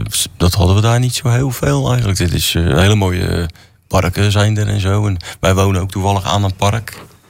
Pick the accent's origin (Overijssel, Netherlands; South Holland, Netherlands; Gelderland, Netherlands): South Holland, Netherlands; Rotterdam; moved away as an adult; also born or lived in Spijkenisse; now in Almere, Netherlands; Ik kom uit het Hoogvliet, Rotterdam, die kant uit. Spijkenisse is eigenlijk het laatste. Maar dus eigenlijk een Rotterdamse enclave.